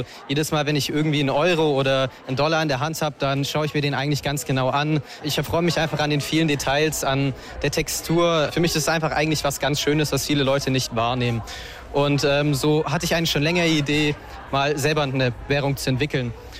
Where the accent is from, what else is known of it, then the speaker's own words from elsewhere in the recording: Swabia, Germany; Und ich bin Schwabe, ich liebe meine Kultur